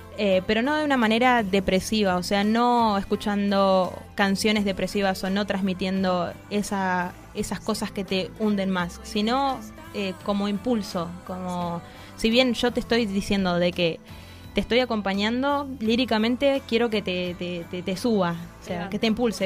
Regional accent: Trelew, Chubut, Argentina; moved away as an adult; also born or lived in Comodoro Rivadavia; now in Buenos Aires, Argentina; Yo soy de Trelew, o sea, si bien nací en Comodoro, me crié en la ciudad de Trelew, en Chubut.

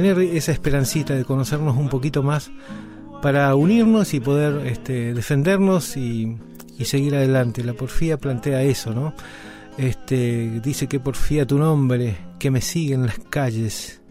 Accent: Esquel, Chubut, Argentina; born there

